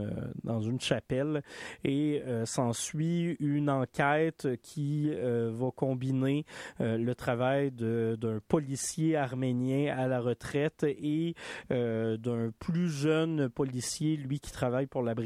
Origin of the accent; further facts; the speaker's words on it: Quebec, Canada; plus près de chez nous au Québec